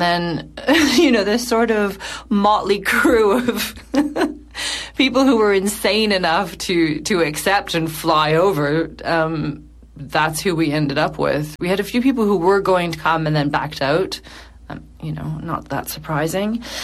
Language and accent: English; Canada; as a Canadian, you know, I had traveled, but I'd never been to somewhere that I would consider a conflict zone